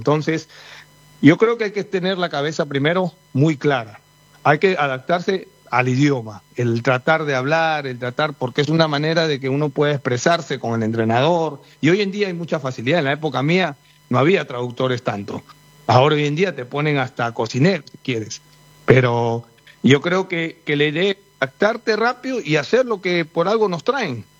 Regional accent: Peru; now in England, United Kingdom

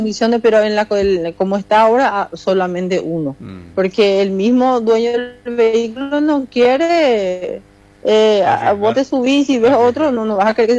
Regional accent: Itapúa, Paraguay; Mis padres vinieron y después en el 85 yo nací acá. Entonces toda mi vida, yo soy de Pengo.

